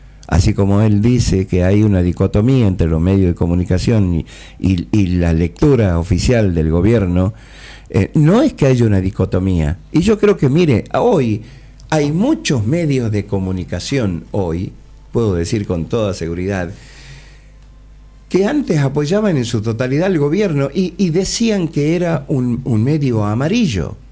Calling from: Argentina

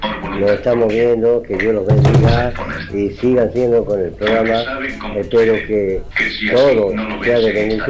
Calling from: Tucumán, Argentina; En Tucumán, yo soy Tucumán y soy tucumano.

